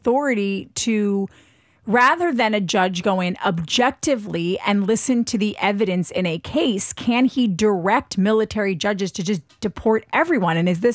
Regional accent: Midwest, United States; now in Boston, United States; I've noticed that here as a Midwesterner.

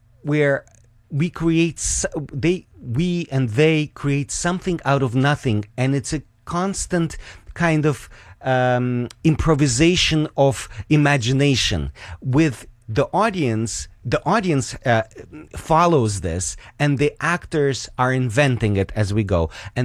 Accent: Ukraine; And generators, you know, in Ukraine, they're extremely, I'm from Ukraine originally, and they're extremely important.

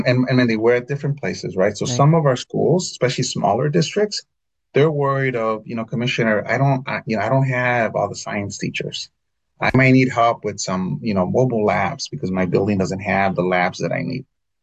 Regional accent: Illinois, United States; also born or lived in Texas / Nevada; In our state, I was in Texas, I was in Nevada, I was in my home state of Illinois.

